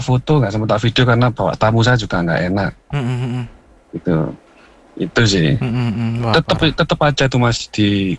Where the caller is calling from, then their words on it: Malang, East Java, Indonesia; arek Malang lah.